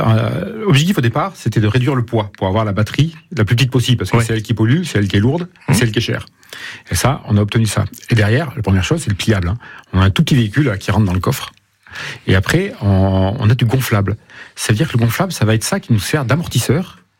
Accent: Auvergne-Rhône-Alpes, France; Alors on est en Auvergne. On est Auvergnat et on est en Auvergne.

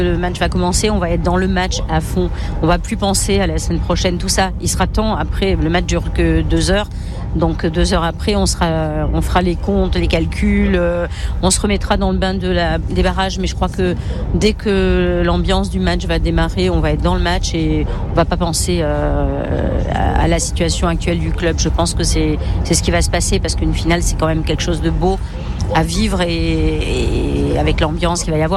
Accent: Nice, Provence-Alpes-Côte d'Azur, France; on est niçois

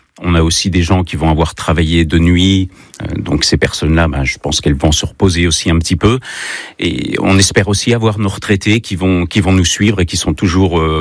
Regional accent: Centre-Val de Loire, France; comme on dit chez nous dans le Berry

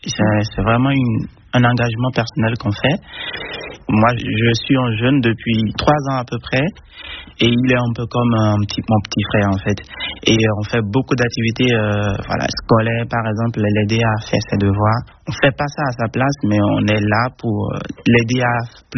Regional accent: Benin; moved away as an adult; now in Caen, France; je suis originaire du Bénin et je suis arrivé à Caen il y a quelques années

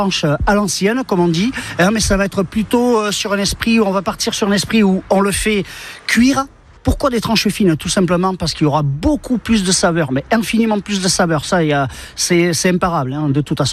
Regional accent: Dax, Nouvelle-Aquitaine, France; je suis de Dax, mais on ne me retrouve uniquement que sur les marchés de Mourenx le mercredi et le samedi.

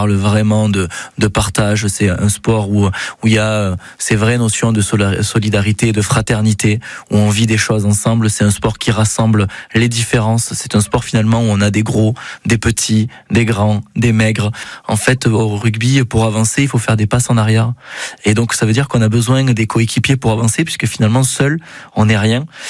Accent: Mende, Occitanie, France; Je suis né à Mende et j'ai vécu sur le Cosse-Méjean.

